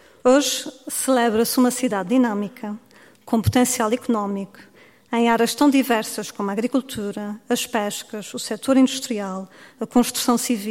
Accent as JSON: {"language": "Portuguese", "town": "Ribeira Grande", "region": "Azores", "country": "Portugal", "tie": "born or raised there", "said": "Cidade esta que é a minha cidade natal, nasci, cresci e resido atualmente."}